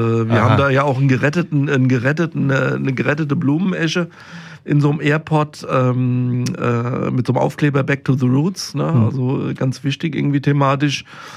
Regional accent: Rüsselsheim, Hesse, Germany; ich bin ja ein Kind des Westends im Grunde.

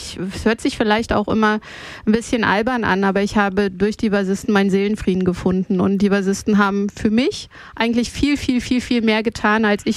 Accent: eastern Germany, Germany; ich bin in den im Osten groß geworden

